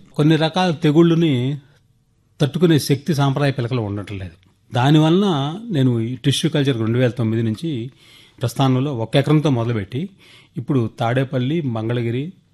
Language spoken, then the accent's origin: Telugu; Nutakki, Andhra Pradesh, India; 2001 తిరిగి వచ్చి నా సొంత గ్రామానికి వచ్చి నాకు 12 ఎకరాల వ్యవసాయం ఉంది.